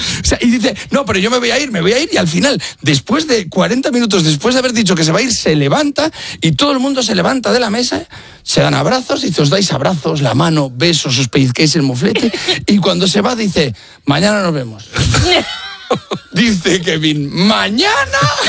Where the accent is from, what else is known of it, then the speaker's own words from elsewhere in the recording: Valladolid, Castile and León, Spain; porque yo soy de Valladolid y se nos da mal la primera a todos los de esa ciudad.